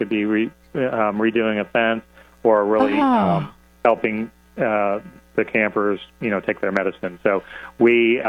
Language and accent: English; Florida, United States; but, you know, I'm born and raised in Central Florida